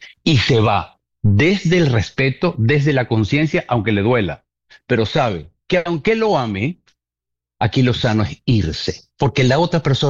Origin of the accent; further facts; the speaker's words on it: Venezuela; empiezas a burlarte de mí, de mi acento, que si soy venezolano